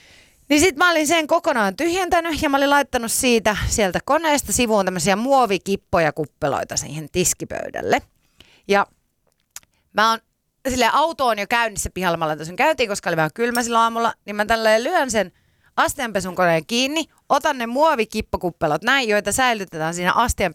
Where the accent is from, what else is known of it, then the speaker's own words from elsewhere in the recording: Hankasalmi, Central Finland, Finland; tuolla meillä päin Hankasalmella